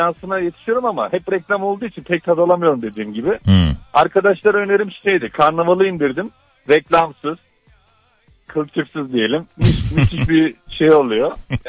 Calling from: Ankara, Turkey; Ankara'dan arıyorum.

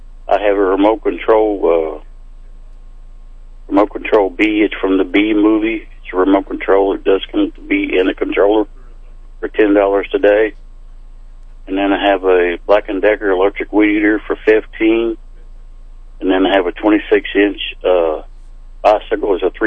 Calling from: Slater, Missouri, United States; Slater, Missouri.

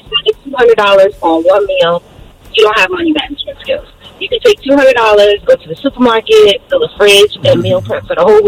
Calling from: New York City, New York, United States; I'm calling from Queens.

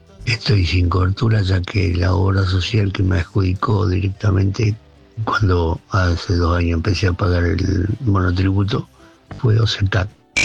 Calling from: Pergamino, Buenos Aires Province, Argentina; de Pergamino.

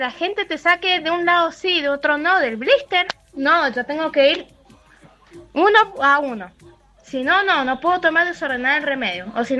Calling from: Godoy Cruz, Mendoza, Argentina; de Godoy Cruz.

